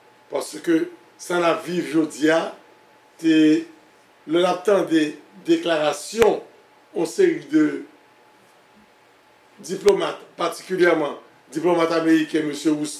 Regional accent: Haiti; Nous sommes jeunes d'Haïti, des jeunes garçons.

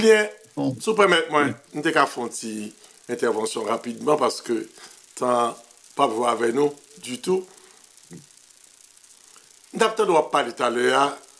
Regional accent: Haiti; puisque c'est ça qui concerne nous en tant qu'haïtien.

